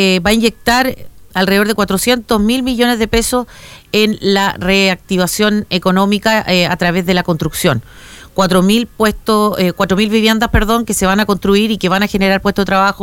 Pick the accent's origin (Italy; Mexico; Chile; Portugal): Chile; Que hoy día nosotros como chilenos tenemos derechos, pero también tenemos deberes.